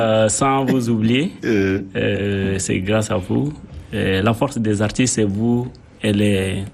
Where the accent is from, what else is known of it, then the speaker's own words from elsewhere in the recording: Chad; je suis Tchadien.